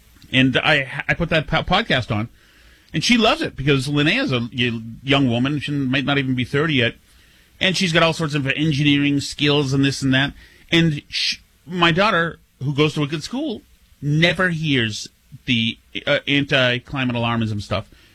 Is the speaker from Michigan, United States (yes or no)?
no; Winchester, Massachusetts, United States; I'm from Winchester